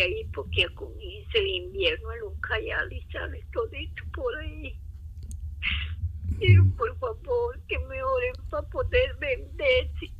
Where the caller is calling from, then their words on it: Pucallpa, Ucayali, Peru; Estoy llamando de Pucallpa